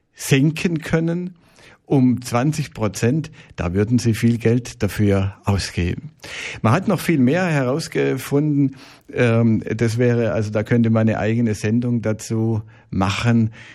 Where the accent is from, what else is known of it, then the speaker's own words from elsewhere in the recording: Baden-Württemberg, Germany; Ich bin ja Schwabe.